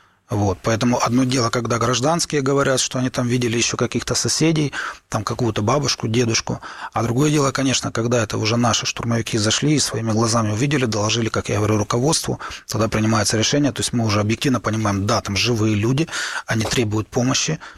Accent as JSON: {"language": "Russian", "town": "Kharkiv", "region": "Kharkiv Oblast", "country": "Ukraine", "said": "Но я прекрасно осознаю, как харьковчанин, зная эту территорию"}